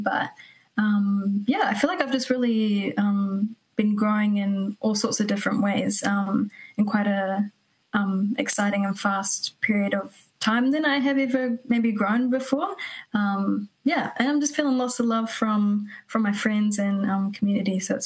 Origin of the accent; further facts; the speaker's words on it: New Zealand; growing up in New Zealand and being a young female